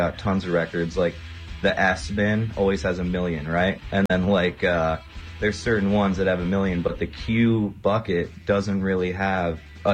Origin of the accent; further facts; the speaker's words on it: Cleveland, Ohio, United States; So I'm from Cleveland